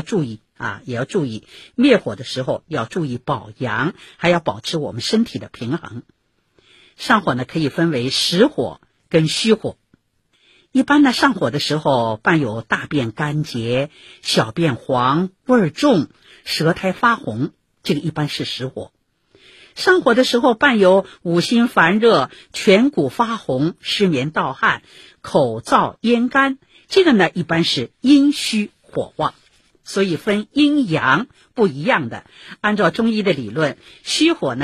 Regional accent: Shanghai, China; 我们上海人常说火气大啊

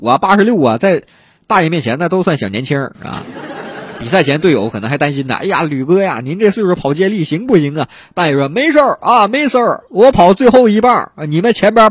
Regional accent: Northeast China, China; 按我们东北话讲，你过去那头型呢，你得滋楞起来呀

